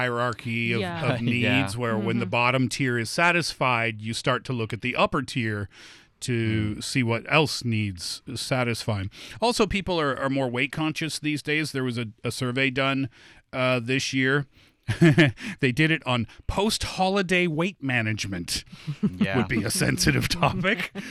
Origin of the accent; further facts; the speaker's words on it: Nova Scotia, Canada; now in China; Nova Scotia, where I'm from.